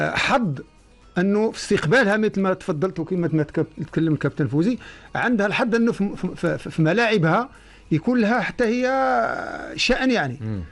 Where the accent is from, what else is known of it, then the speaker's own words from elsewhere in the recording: Oman; معنا في عمان.